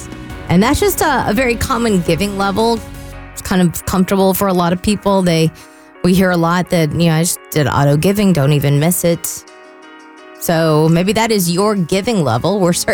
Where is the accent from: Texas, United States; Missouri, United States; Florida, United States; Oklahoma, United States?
Texas, United States; born there; my home state of Texas.